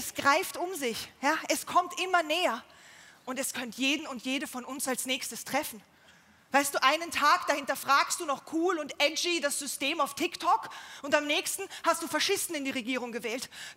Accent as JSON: {"language": "German", "region": "Vienna", "country": "Austria", "said": "Ich komme aus Wien. Ich weiß, das hört man urnicht. Naja, für österreichische Ohren, da rede ich doch sehr deutsch. Also Hochdeutsch."}